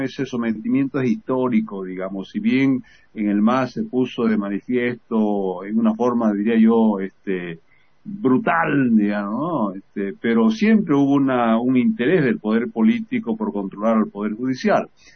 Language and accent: Spanish; Bolivia; No somos serios los bolivianos